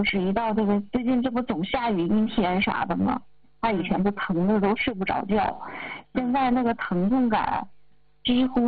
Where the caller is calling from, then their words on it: Changchun, Jilin, China; 我是长春的，我今年51了。